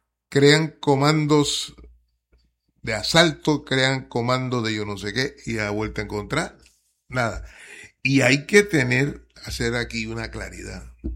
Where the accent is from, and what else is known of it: Colombia